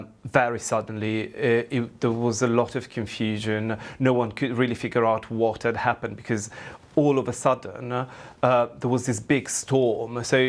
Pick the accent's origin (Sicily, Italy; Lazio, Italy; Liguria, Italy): Liguria, Italy; Genoa; moved away; So coincidentally, I'm also from Genoa.